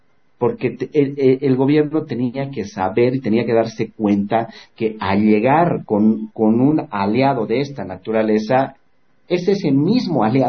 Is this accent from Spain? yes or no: no; Bolivia